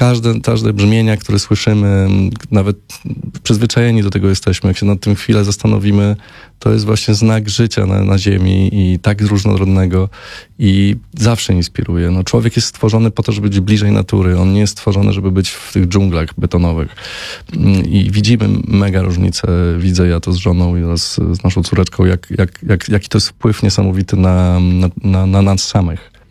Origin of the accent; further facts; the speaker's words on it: Lublin, Lublin Voivodeship, Poland; ja pochodzę z Lublina i jakoś tak się potoczyły losy, że teraz właśnie mieszkamy tam w jeszcze pewniej harmonii naturą.